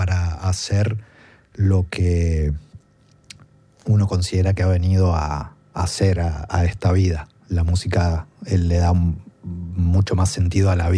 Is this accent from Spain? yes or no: no; Argentina; moved away as an adult; now in France; como todo argentino, como todo latino